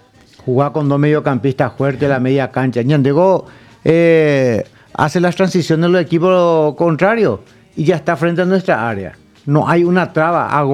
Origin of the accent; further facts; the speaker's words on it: Pedro Juan Caballero, Amambay, Paraguay; nosotros los Pedro Juaninos, los que somos hinchas del Sportivo 2 de mayo